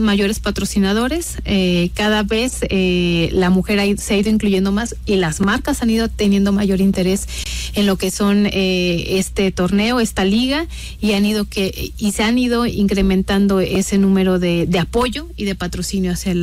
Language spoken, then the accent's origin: Spanish; Irapuato, Guanajuato, Mexico; yo soy originaria de Irapuato, Guanajuato, allá resido